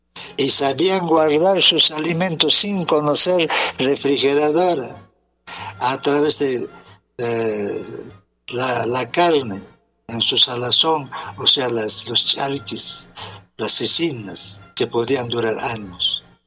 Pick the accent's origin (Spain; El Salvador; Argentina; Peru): Peru; Otros pueblos nos estamos avergonzando de lo que somos peruanos.